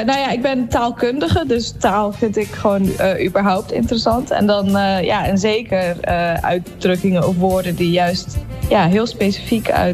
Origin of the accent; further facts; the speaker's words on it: Emmen, Drenthe, Netherlands; moved away; also born or lived in Leiden; Mijn moeder is Fries en ik ben zelf opgegroeid in Emmen. En dan heb je gewoon eigenlijk heel veel verschillende talen om je heen. Maar je merkt ook, ik heb in Leiden gestudeerd.